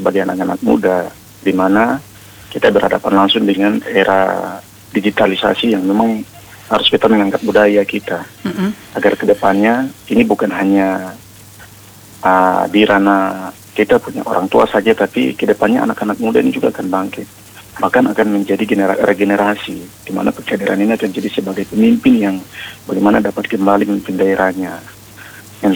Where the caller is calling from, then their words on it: Manokwari, West Papua, Indonesia; Ya, ini dengan kami dari Pemuda Yawaunate yang ada di Manokwari.